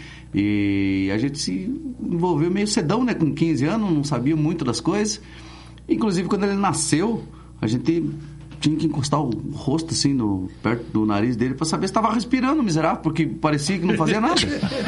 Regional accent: Curitiba, Paraná, Brazil; Nascido e criado em Curitiba.

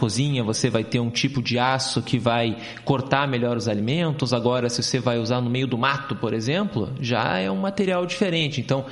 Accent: Curitiba, Paraná, Brazil; Eu sou, nasci em Curitiba e sempre morei em Curitiba

